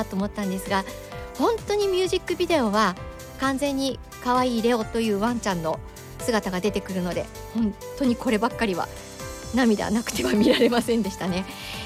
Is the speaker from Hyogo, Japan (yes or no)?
yes; Himeji, Hyogo, Japan; そしてなんと来週は私の地元姫路にも磯山淳さんが来てくれるんです。